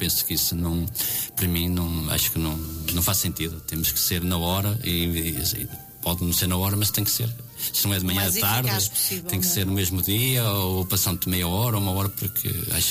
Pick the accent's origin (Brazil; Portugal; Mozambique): Portugal; Constance, Norte; para ver a Constância, eu gosto muito da minha terra, nasci.